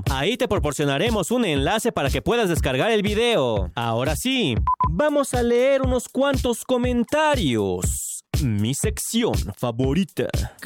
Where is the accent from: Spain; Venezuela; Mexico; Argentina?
Mexico; Saben, aunque les asombre, la mayoría de los mexicanos no somos capitalinos.